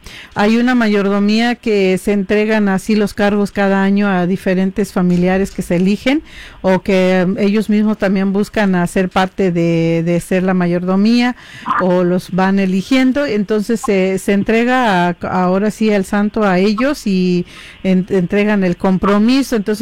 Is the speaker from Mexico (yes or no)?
yes; San Juan Mixtepec, Oaxaca, Mexico; now in Baja California, Mexico; Pues nosotros somos de Ñusnúbico, somos del pueblo donde bajan las nubes.